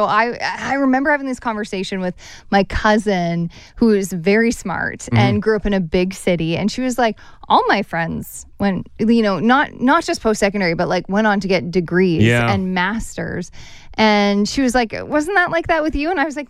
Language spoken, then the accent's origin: English; Alberta, Canada; Because again, I grew up in Northern Alberta.